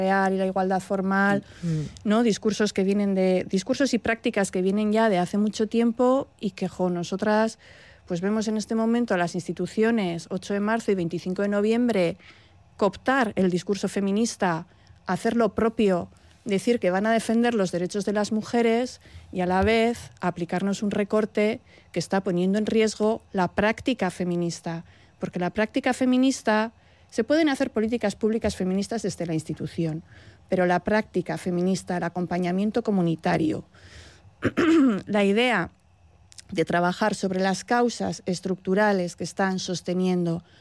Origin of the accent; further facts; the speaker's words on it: Bilbao, Basque Country, Spain; somos muy de Bilbao, somos más de Bilbao que el Guggenheim.